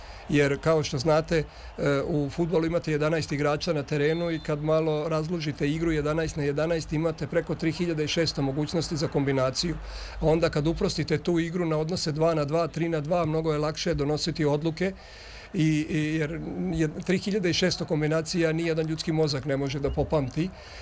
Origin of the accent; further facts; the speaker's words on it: Dalmatia, Croatia; Pa znate kako, ja dolazim s podneblja gde je ta kultura fudbala, ja sam Dalmatinac, moje vaspitanje je usmerio Hajduk iz Pluta.